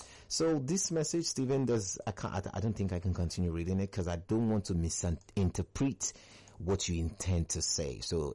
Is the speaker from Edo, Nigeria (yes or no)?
yes; Edo, Nigeria; I'm from Edo State as well.